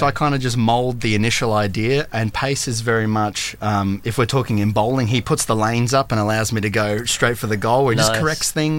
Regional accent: Beerwah, Queensland, Australia; moved away as an adult; also born or lived in Coolum, Australia; now in Brisbane, Australia; So I'm from the Sunshine Coast, born in Coolum and then moved to Biwa, right next to the Australia Zoo. And I lived there for as long as I can remember.

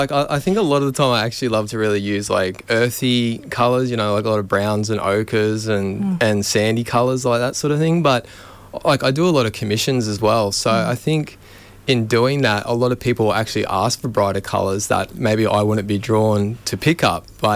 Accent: Bundaberg, Queensland, Australia; moved away as an adult; also born or lived in Gympie; now in Brisbane, Australia; I was born in Gympie. I grew up in Bundaberg, but I've lived around Brizzy since I was about 18.

